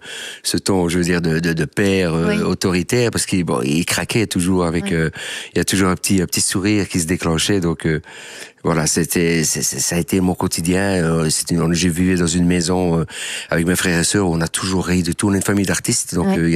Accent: Liège, Wallonia, Belgium; moved away as an adult; Je suis de Liège et j'ai quitté tout. Je suis parti à Paris tenter ma chance.

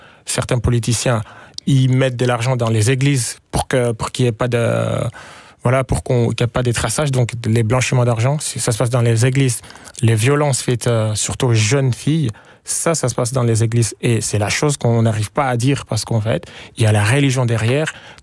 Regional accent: East, DR Congo; Quand tu arrives au Congo, c'est comme la musique, en fait. Moi, j'ai grandi à l'Est, donc là, c'est comme la musique.

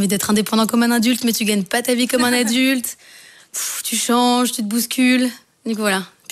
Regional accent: Paris, Île-de-France, France; Moi, j'ai grandi, ouais, à Paris.

